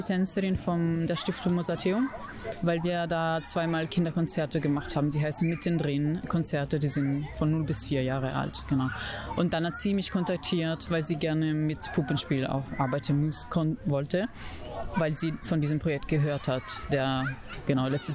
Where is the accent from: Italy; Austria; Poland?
Italy; Wir sind alle aus verschiedenen Ländern. Ich bin aus Italien